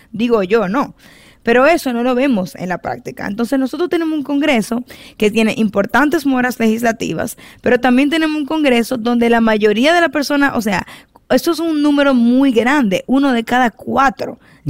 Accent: Santo Domingo Oeste, Santo Domingo, Dominican Republic; yo soy de Santo Domingo Oeste

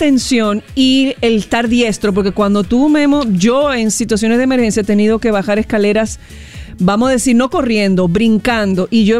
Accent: Dominican Republic; Nosotros, como República Dominicana, somos un país que estamos en un punto drástico en temas geológicos

